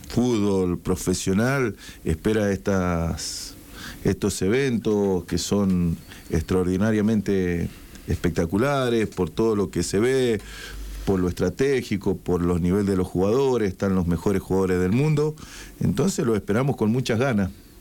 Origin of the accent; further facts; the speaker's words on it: Argentina; lo que somos apasionados los argentinos